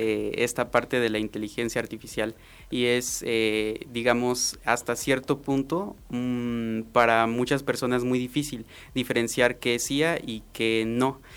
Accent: Tlaxiaco, Oaxaca, Mexico; como oaxaqueños o ya como tlaxiaqueños

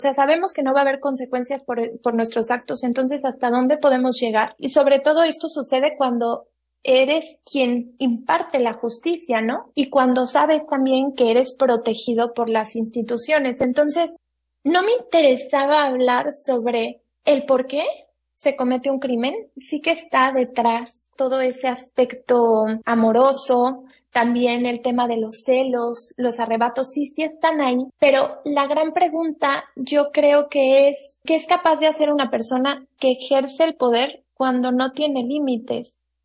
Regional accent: Guanajuato, Mexico; es la reacción que yo tengo por lo regular cuando comento que soy de ahí.

